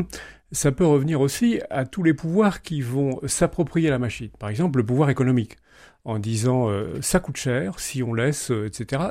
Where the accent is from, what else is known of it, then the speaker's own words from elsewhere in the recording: Hauts-de-France, France; Je vous ferai une réponse de Normand, je ne suis pas, puisque je suis du Pas-de-Calais.